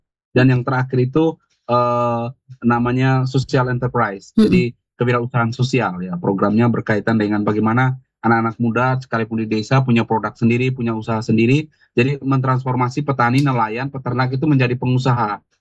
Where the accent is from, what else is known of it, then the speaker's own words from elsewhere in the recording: Eastern Indonesia, Indonesia; kita orang Timur